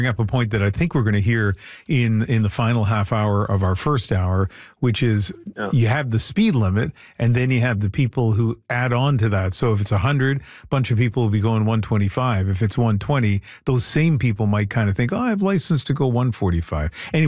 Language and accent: English; New Brunswick, Canada; now in British Columbia, Canada; when I was growing up in New Brunswick, long before social media, I heard about it.